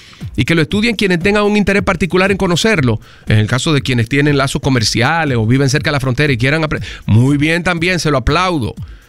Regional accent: Dominican Republic; El español no es simplemente el idioma que nosotros hablamos porque nacimos aquí y es parte de lo que somos.

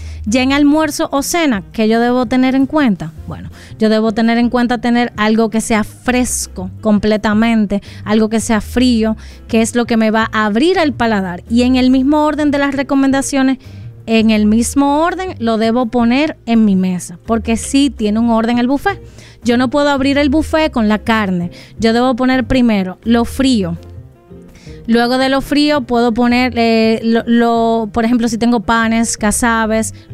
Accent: Dominican Republic

